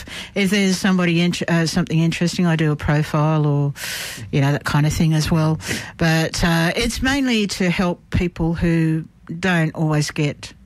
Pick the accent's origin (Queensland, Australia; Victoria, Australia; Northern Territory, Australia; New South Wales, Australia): New South Wales, Australia; Tamworth; also born or lived in Central Coast, New South Wales; I was raised in Tamworth and on the Central Coast of New South Wales. So Adam Harvey always says to me that I was raised in the two hillbilly heavens, so in Australia.